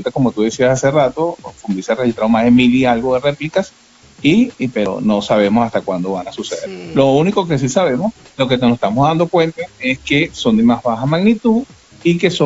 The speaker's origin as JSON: {"language": "Spanish", "country": "Venezuela", "said": "en Venezuela hay sismo todos los días"}